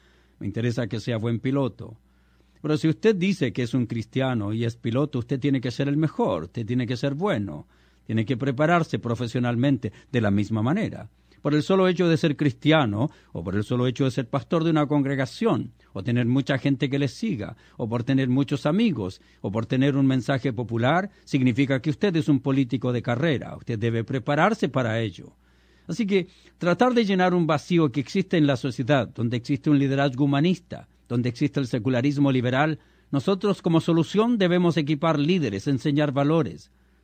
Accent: Chile; Como chileno y como muchos otros países, tengo la posibilidad de entrar a sus hogares, entrar a los hogares de mis compatriotas.

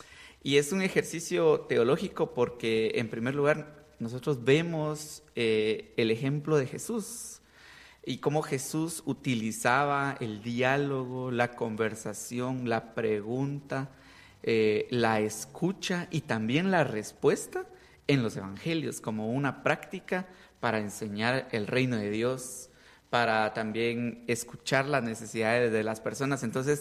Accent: Huehuetenango, Guatemala; yo que soy originario de Huehuetenango

